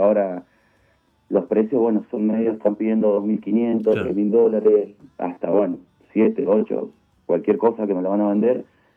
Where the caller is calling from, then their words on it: San Rafael, Mendoza, Argentina; yo vivo en San Rafael, Mendoza.